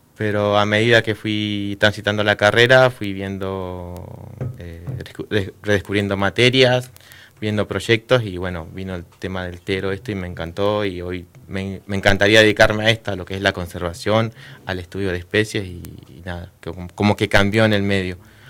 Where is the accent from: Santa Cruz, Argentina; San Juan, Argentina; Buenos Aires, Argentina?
Santa Cruz, Argentina; born there; also born or lived in Corrientes, Argentina; me vine de los 8 años a Santa Cruz, estuve, bueno, vivo en Estancia Cóndor ya desde el 2003.